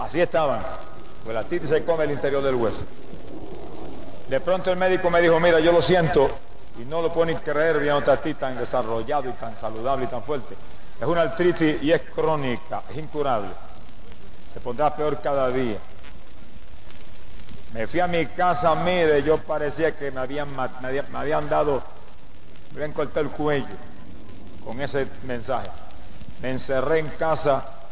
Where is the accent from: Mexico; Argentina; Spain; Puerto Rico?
Puerto Rico; Camuy